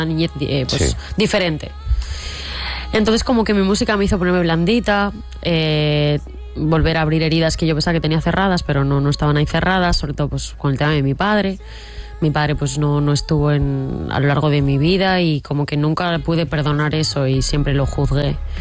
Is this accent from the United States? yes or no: no; Zaragoza, Aragon, Spain; born there; tengo sangre andaluza porque mi abuela materna es de Andalucía y pues luego yo nací en Zaragoza.